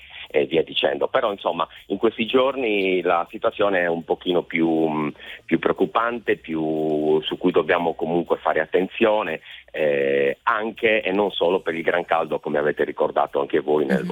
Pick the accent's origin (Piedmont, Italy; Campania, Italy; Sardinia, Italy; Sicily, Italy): Sardinia, Italy; born there; da quando siamo nati in Sardegna